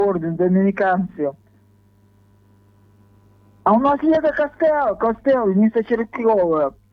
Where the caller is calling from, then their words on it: Zaporizhzhia, Zaporizhzhia Oblast, Ukraine; ми з Запоріжжя